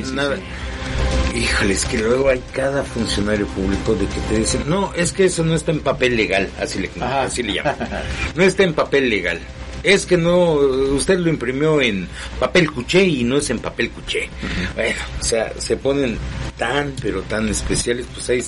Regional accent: Mexico

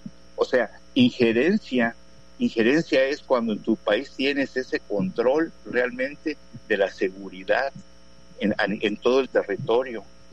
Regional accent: Mexico

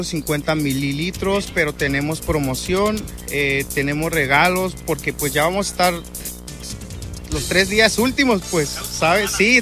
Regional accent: Santiago Matatlán, Oaxaca, Mexico; Nosotros venimos de Santiago Matatlán, Oaxaca. Es una región mezcalera, es en la zona de Oaxaca, es en la Sierra Madre, compadre. Es una zona, pues, de sierrita, no hay casi nada.

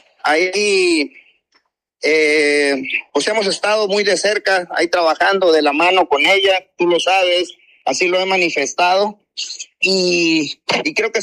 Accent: Manzanillo, Colima, Mexico; tú y yo somos aquí de Manzanillo

